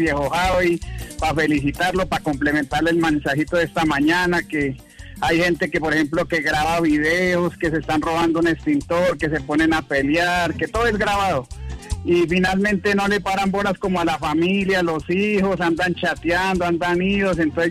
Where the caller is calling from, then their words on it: Bogotá, Bogotá Capital District, Colombia; estoy acá en Usme.